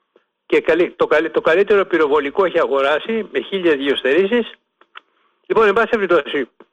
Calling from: Ano Boularioi, Peloponnese, Greece; είμαστε από το Γερολιμένα. Με το Επίνιο στο Γερολιμένα και από τους Πάνω Μπουλαριούς, το συγκεκριμένο μας χωριό.

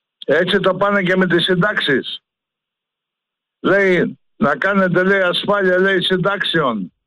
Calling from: Thessaly, Greece; από τον Κόζακα.

